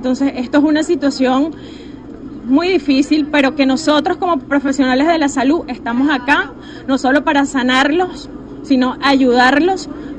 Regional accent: Venezuela

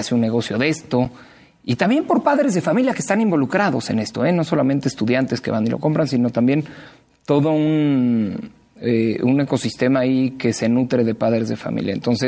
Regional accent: Querétaro, Mexico; En el caso de mi tierra, por ejemplo, en Querétaro

